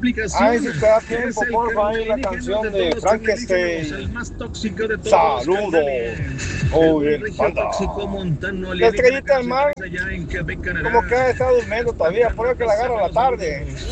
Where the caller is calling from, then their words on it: Mexico City, Mexico; aquí andamos escuchándote por Jardín de Pedregal